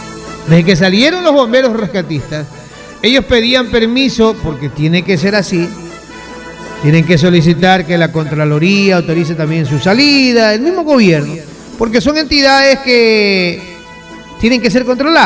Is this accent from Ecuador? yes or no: yes; Ecuador; Somos los ecuatorianos los que estamos mandando.